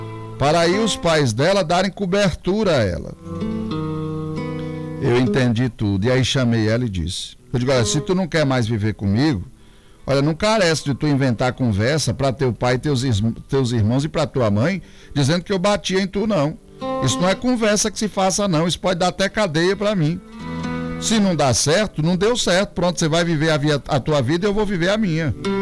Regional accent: Ubaitaba, Bahia, Brazil; Voltei para minha terrinha, Rivamar, com meus filhos e na maior tristeza. É, mas agora eu estava querendo reconstruir a minha vida. Eu tinha vindo de Ubaitaba naquele sábado para Itabuna.

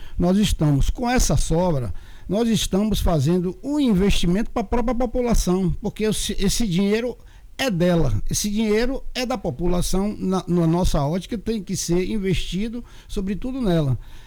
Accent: Quaraci, Bahia, Brazil; also born or lived in Salvador; Essa comunidade que eu amo muito, minha cidade de coração, sou nascido em Quaraci, tenho 69 anos, que resido praticamente lá, fui para Salvador estudar, retornei, continuo em Quaraci, adquiri família em Quaraci

